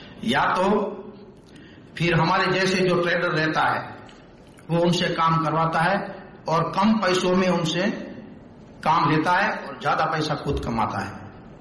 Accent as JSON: {"language": "Hindi", "town": "Bhuj", "region": "Gujarat", "country": "India", "said": "मैं गुजरात से आया हूं, कच्छ भुज से।"}